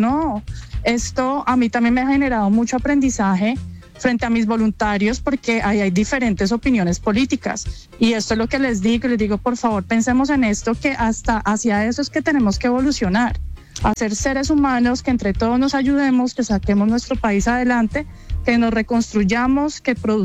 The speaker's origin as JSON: {"language": "Spanish", "town": "Buga", "region": "Valle del Cauca", "country": "Colombia", "moved": "yes", "lives_now": "Bogotá, Colombia", "said": "yo soy de Buga"}